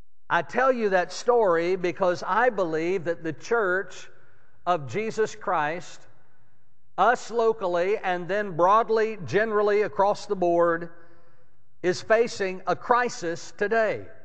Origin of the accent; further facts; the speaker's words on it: Texas, United States; the love that I have for my home state